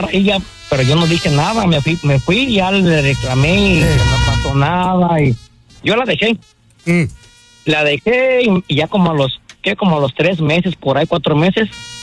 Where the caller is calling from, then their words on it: Gardena, California, United States; Aquí vivo en Gardina